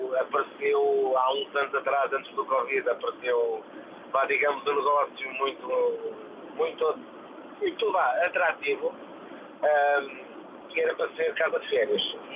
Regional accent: Lisbon, Portugal; born there; moved away as an adult; also born or lived in Santa Marta de Penaguião, Portugal / Peso da Régua, Portugal; now in Amarante, Portugal; Eu nasci há quase 50 anos em Santa Marta Penangel, neste caso em Pedra Régua, no antigo hospital de Pedra Régua, e vim para a linha de Sintra

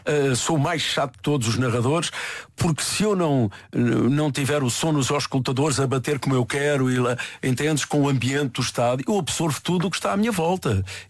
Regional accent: Santarém, Portugal; Natural de Santarém, sou português.

